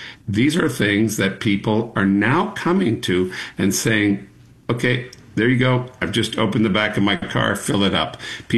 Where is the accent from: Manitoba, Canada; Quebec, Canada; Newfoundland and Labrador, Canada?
Quebec, Canada; Montreal; also born or lived in Eastern Townships (Estrie), Quebec; I grew up, you know, in Montreal, but also in the Canton de l'Est, l'Estrie.